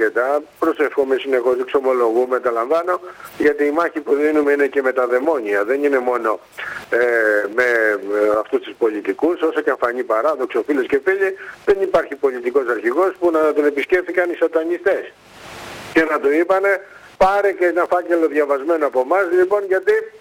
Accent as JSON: {"language": "Greek", "region": "Western Greece", "country": "Greece", "said": "στο χωριό μου εκεί στην Πάτρα και στα Καλάβρητα"}